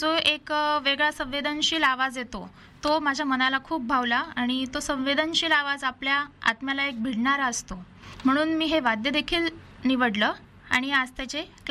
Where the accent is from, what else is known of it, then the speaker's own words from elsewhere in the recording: Jalgaon, Maharashtra, India; now in Amravati, India; माझं बालपण जळगावलाच होते मी जेव्हा लहान होते.